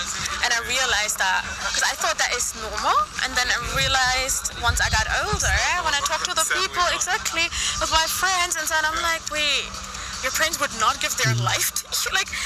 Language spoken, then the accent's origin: English; Berlin, Germany; I'm from Berlin